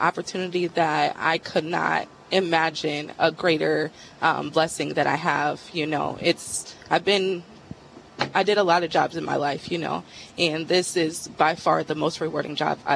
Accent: Davenport, Iowa, United States; I'm from Davenport, Iowa.

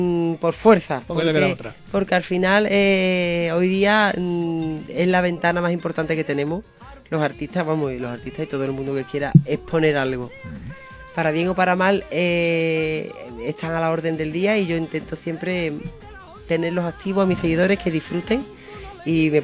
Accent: La Luisiana, Andalusia, Spain; Yo soy de la Luisiana.

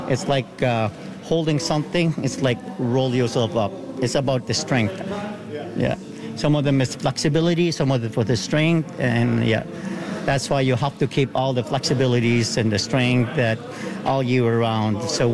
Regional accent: Sisimiut, Qeqqata, Greenland; English is a second language; I'm from Greenland, Sisimiut. I grew up in Sisimiut, but I spend a lot of time at all the years in USA.

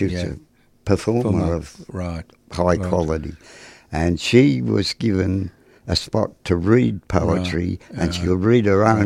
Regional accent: Mount Barker, South Australia, Australia; born there; When I was born in Mount Barker Hospital in South Australia.

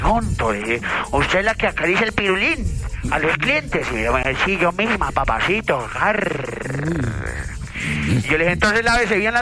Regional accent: Urrao, Antioquia, Colombia; Yo soy el arriero de Urrao, papi.

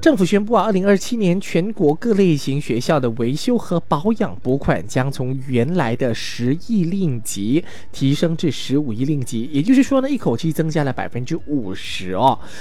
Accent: Sabah, Malaysia; 像我们沙巴这边呢，有些地区之间的距离比较远哦

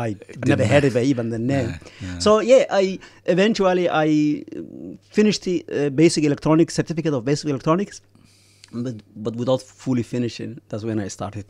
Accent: Somalia; moved away as an adult; I'm from Somalia

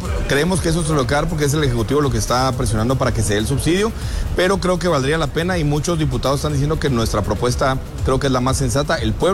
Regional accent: Guatemala; quienes estamos pagando los platos rotos somos los guatemaltecos

